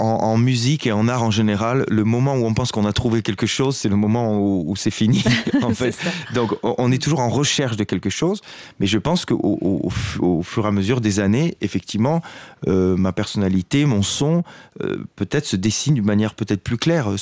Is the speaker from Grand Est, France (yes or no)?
no; Occitanie, France; moi je suis des Hautes-Pyrénées, donc c'est un endroit où, voilà, c'est l'endroit où je suis né et où j'habite encore aujourd'hui d'ailleurs